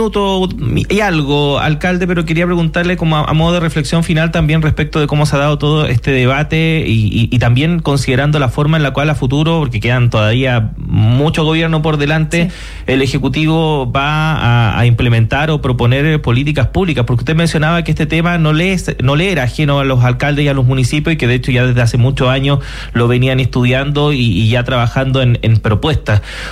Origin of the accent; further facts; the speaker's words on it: Santiago, Santiago Metropolitan Region, Chile; yo soy nacido y criado en la Villa La Reina, viví muchos años ahí